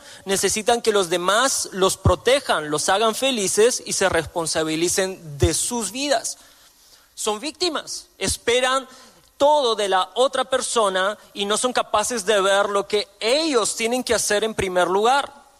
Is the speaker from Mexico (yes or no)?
no; Bulgaria; moved away; como buen búlgaro europeo del este